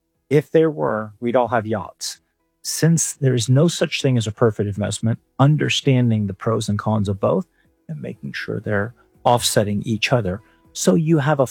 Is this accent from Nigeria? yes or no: no; England, United Kingdom; Growing up in England, I studied English history.